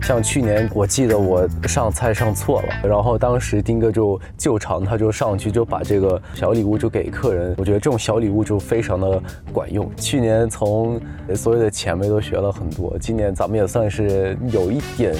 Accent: Thailand; Chinese is a second language; moved away; 回到我的家乡泰国。

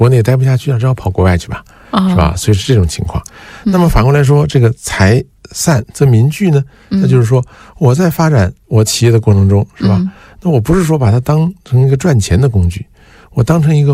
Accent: China; 我们中国人

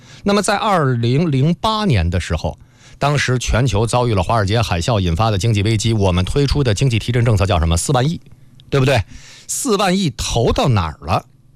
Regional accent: China

